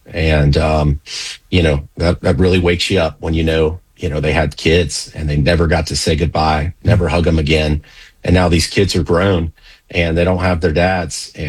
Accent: Martin County, Florida, United States; I grew up in Martin County. I'm a son of a Marine. I've got three brothers.

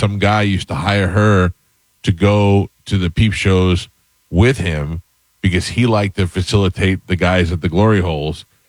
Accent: New York, United States; Even growing up in New York and Times Square and all that stuff, I never did any of those things.

